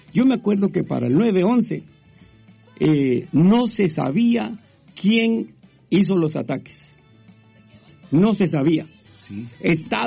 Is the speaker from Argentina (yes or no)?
no; Guatemala; moved away; ¿Quién quiere salir de su país? Cuando yo salí de Guatemala, salí llorando y me pasé años llorando aquí también.